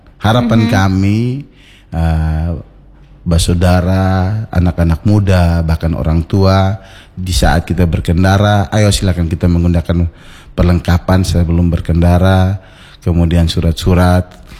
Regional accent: Rote Ndao, East Nusa Tenggara, Indonesia; Sebagai putra Rotendao

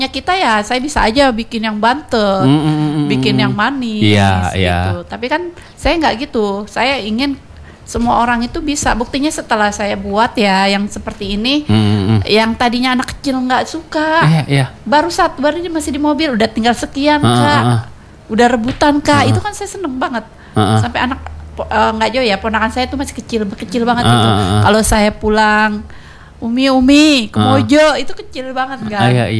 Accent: Jakarta, Indonesia; now in Pekanbaru, Indonesia; Bukan, saya orang Jakarta.

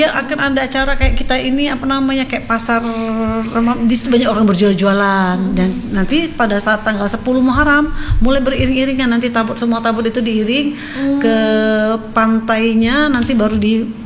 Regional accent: Palembang, South Sumatra, Indonesia; Ya, jadi kalau kami itu dari Palembang itu kalau mau ke Bengkulu itu udah tahu, oh mau ini nih pesta tabot.

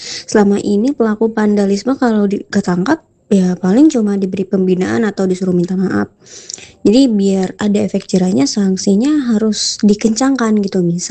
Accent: Indralaya Utara, South Sumatra, Indonesia; dan saya dari Indralaya Utara.

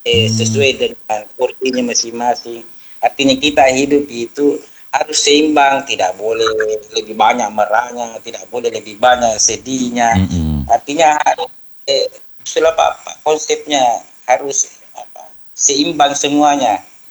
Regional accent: South Sulawesi, Indonesia; sebagai orang Bugis

